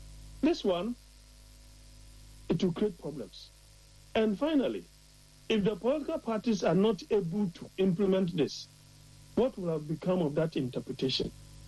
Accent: Ghana; I'm a Ghanaian

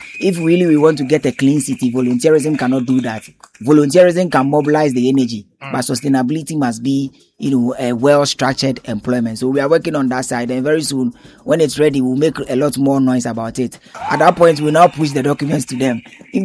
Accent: Accra, Greater Accra, Ghana; You know, as somebody who has been in Accra almost all my life, sometimes I feel like all the beach in the world are dirty, man.

